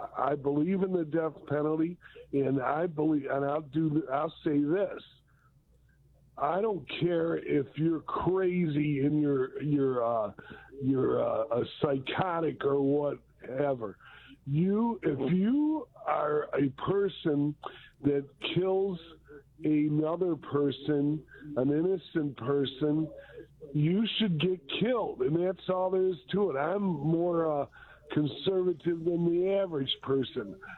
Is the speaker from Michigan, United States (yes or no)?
yes; Detroit, Michigan, United States; Anyway, but I am here, and I'm from Detroit.